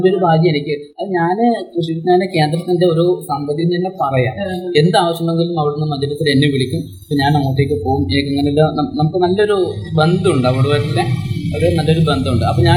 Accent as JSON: {"language": "Malayalam", "area": "Kannur district", "region": "Kerala", "country": "India"}